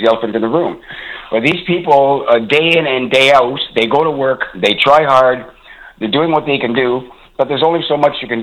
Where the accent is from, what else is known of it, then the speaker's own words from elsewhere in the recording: Toronto, Ontario, Canada; I grew up in Toronto, and I was put in foster care at the age of 6, shelved to 15 different group homes and foster homes from the age of 6 to 18